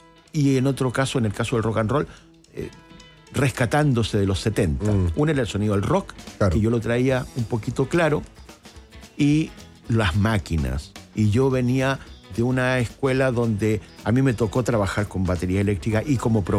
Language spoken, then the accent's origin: Spanish; Viña del Mar, Valparaíso, Chile; also born or lived in New York; now in Santiago, Chile; yo, por cierto, no soy de Santiago, soy de Viña. Y yo me brinqué de Viña del Mar al extranjero.